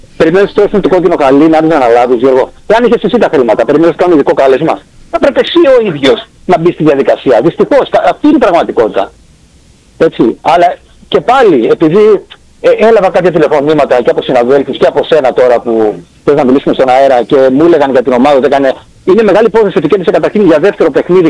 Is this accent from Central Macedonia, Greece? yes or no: no; Chania, Crete, Greece; Δεν μιλάω σαν Χανιώτης αυτή τη στιγμή